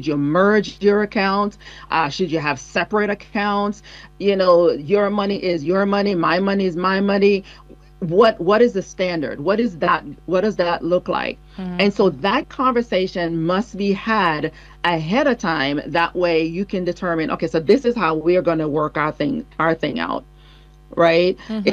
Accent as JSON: {"language": "English", "country": "Jamaica", "said": "I'm Jamaican"}